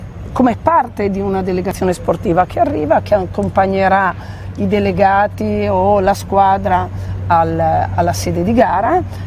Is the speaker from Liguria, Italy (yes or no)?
yes; Imperia, Liguria, Italy; Io sono di Imperia.